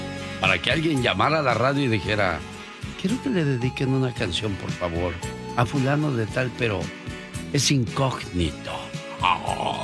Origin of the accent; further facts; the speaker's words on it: Michoacán, Mexico; este programa mágico, bonito, y saludando a toda la gente de allá de Michoacán, mi tierra hermosa